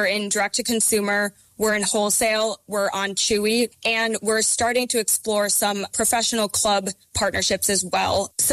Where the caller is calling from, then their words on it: Atlanta, Georgia, United States; I'm calling from Atlanta, and I'm the founder of Floofball.